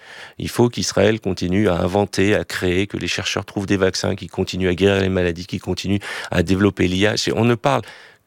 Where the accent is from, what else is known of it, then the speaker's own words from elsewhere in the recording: France; Je suis français, juif d'abord.